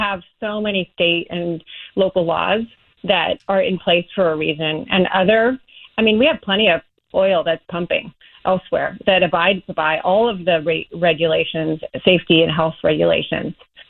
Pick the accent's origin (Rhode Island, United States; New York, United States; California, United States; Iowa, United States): California, United States; Santa Barbara; I was born and raised in Santa Barbara and was here in 2015 when that pipeline burst.